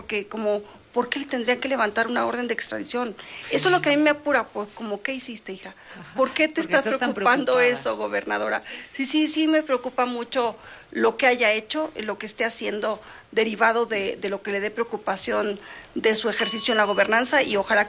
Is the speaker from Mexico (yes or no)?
yes; Mexico